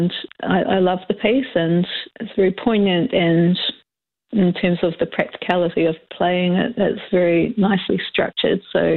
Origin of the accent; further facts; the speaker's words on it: Christchurch, Canterbury, New Zealand; also born or lived in Burnham; Yeah, so I grew up in Christchurch, just in suburban Christchurch, and then moved out to a little farm near Burnham. So I went to Lincoln High, sort of grew up in the country in my teenage years.